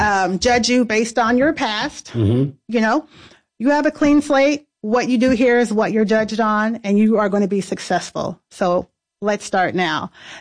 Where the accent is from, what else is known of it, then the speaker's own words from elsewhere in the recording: Dayton, Ohio, United States; also born or lived in Omaha, Nebraska; now in Indianapolis, United States; I'm from Ohio.